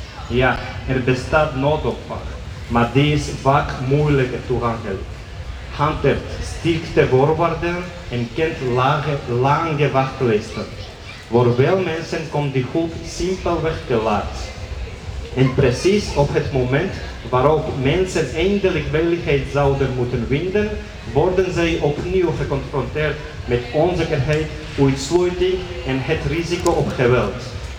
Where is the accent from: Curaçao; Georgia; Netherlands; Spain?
Georgia; now in Antwerp, Belgium; ik kom uit Georgië, ik ben al bijna 9 jaar in Antwerpen.